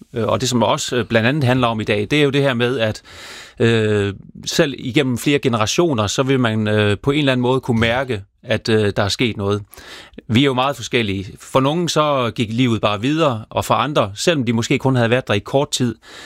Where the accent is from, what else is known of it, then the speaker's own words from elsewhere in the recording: Region of Southern Denmark, Denmark; nu er jeg selv fra Sønderjylland, og der er jo bare nogle ting, der sætter sig igennem generationer